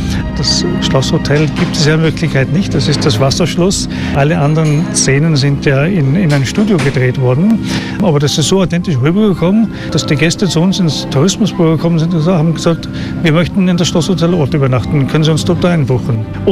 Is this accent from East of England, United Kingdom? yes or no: yes; Bedford, East of England, United Kingdom; now in Austria